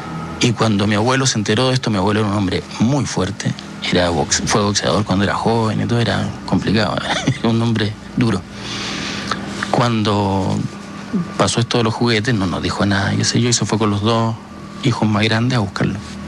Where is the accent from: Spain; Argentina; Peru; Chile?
Chile; Magallanes and Chilean Antarctica